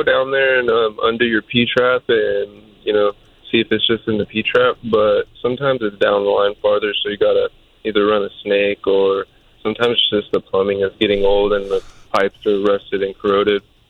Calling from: Palm Springs, California, United States; Palm Springs, Echo Valley, California.

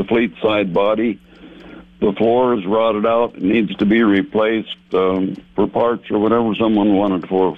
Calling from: Newman Grove, Nebraska, United States; from Newman Grove.

